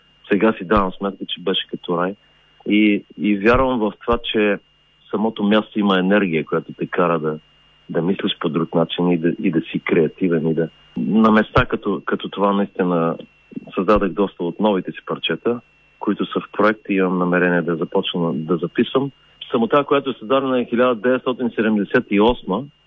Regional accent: Gotse Delchev, Blagoevgrad Province, Bulgaria; moved away; also born or lived in Norway; Аз съм от Гоце Делчев и тъй като се прибрах тук заради майка ми да съм по-близо до нея, която навърши 90 години преди два дни, между другото. И тая е близо с Гърция и морето.

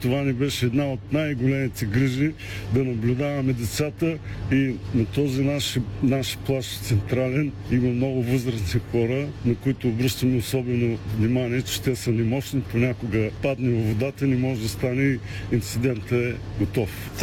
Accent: Plovdiv, Plovdiv Province, Bulgaria; Правим на година по 3-4 курса в Пловдив, защото съм пловдивчанин

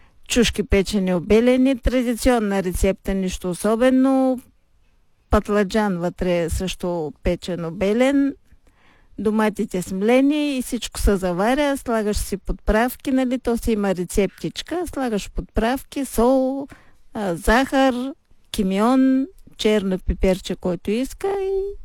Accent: Parvomay, Plovdiv Province, Bulgaria; now in Hristo Milevo, Bulgaria; аз съм от Първомай и цял живот оранжерии гледахме

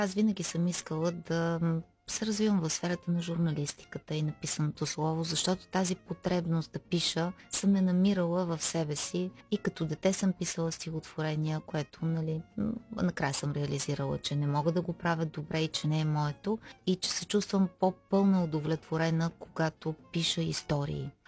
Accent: Vidin, Vidin Province, Bulgaria; also born or lived in Bucharest; now in Constanța, Romania; Отново съм във Видин, в моя роден град.

